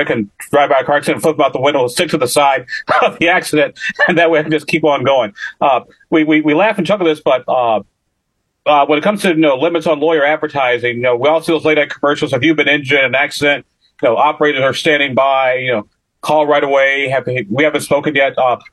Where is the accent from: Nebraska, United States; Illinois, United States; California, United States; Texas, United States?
Illinois, United States; Illinois, my home state